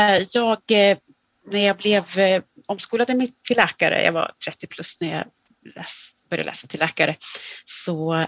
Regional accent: Södermanland, Sweden; now in Falun, Sweden; Vi flyttade dit 2009 och är från Sörmland från början. Men har bott där rätt så länge i Dalarna nu.

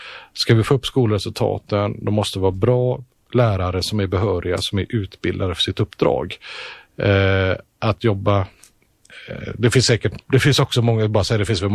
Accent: Netherlands; Jag har ju själv lite olika tillfällen berättat om min egen bakgrund där jag växte upp under en period i Nederländerna, Holland.

